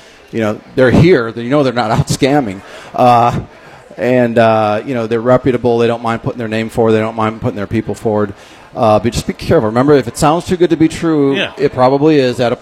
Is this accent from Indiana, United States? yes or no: yes; Lake County, Indiana, United States; I'm from Lake County.